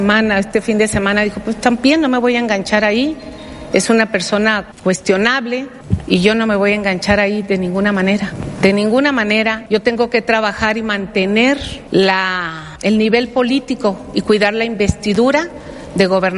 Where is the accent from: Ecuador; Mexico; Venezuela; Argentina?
Mexico; Y yo soy mexicana. Y yo desde toda mi vida, desde niña, a mí me enseñaron civismo en la escuela y civismo en mi casa para defender a México, la patria.